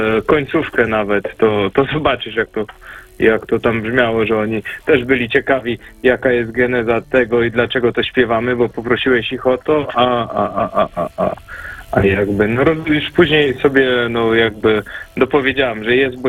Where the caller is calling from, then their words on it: Olsztyn, Warmian-Masurian Voivodeship, Poland; z Olsztyna.